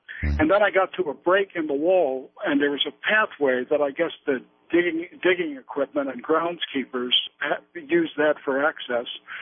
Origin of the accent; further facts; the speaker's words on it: East Coast, United States; moved away; Back in the late 50s, early 60s, I was a youngster back east